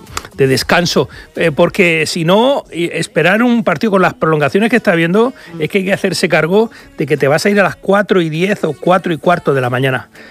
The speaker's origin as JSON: {"language": "Spanish", "country": "Spain"}